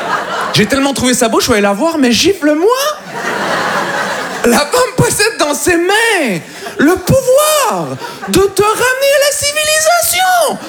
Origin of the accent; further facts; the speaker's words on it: Montreal, Quebec, Canada; Voilà, je viens de Montréal. Voilà. Ça s'entend, hein?